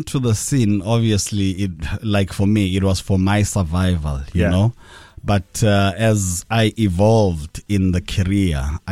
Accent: Eswatini; now in Durban, South Africa; is in Durban for 32 years now, born and raised in Swaziland. Obviously, my grandparents were from Pongola, migrated to Swaziland.

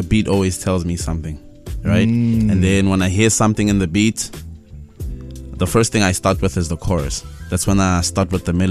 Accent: Fosteres, Gauteng, South Africa; So I'm from the hood. I'm from Kasi. I'm from Fosteres, the east of Joburg. It's a township called Fosteres.

